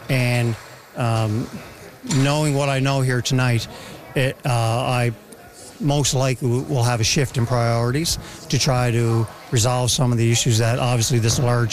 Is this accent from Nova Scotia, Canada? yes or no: yes; New Waterford, Nova Scotia, Canada; I grew up in New Waterford. I'm from here. I started my policing career in New Waterford.